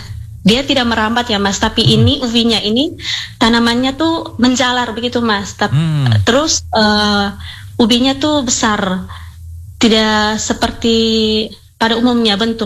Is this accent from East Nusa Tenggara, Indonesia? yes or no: yes; Flores, East Nusa Tenggara, Indonesia; born there; kami kembali ke kampung halaman kami masing-masing. Kan kami ada dua desa, jadi dari Timbezia dan juga Ondoria Barat.